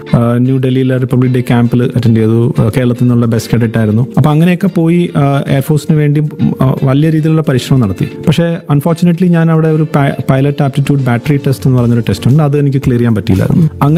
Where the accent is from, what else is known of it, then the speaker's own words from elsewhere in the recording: Kottiyam, Kerala, India; born there; മാം, ഞാൻ ജനിച്ചത് കൊല്ലത്ത് തന്നെയാണ്, കൊട്ടിയത്താണ് ടു ബി പ്രിസൈസ്.